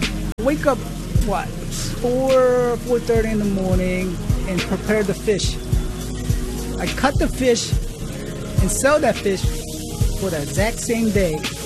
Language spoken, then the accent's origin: English; South Korea; moved away; We're from Korea, so I'm kind of like in the culture where, you know, family's first concept.